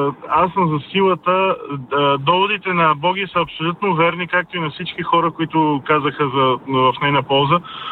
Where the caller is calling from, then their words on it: Sofia, Sofia City, Bulgaria; Добро утро … от София, драго ми.